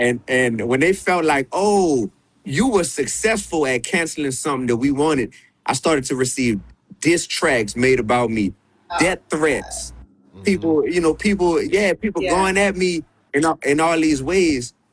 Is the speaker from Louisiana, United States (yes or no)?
yes; New Orleans, Louisiana, United States; I'm from New Orleans